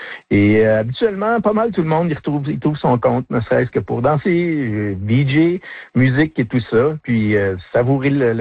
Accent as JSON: {"language": "French", "town": "Rouyn-Noranda", "region": "Quebec", "country": "Canada", "moved": "yes", "said": "En passant, je viens de Rouyn-Noranda, j'ai quitté Rouyn-Noranda il y a tout ça 25 ans, plus ou moins."}